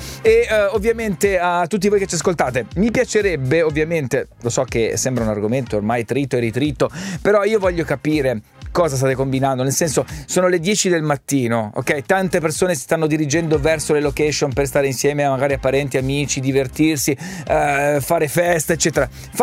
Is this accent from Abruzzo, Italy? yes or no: yes; Montesilvano, Abruzzo, Italy; È stato dalle mie parti questa settimana a Montesilvano. Esatto. Montesilvano in Abruzzo, in pratica Pescara, se si può dire.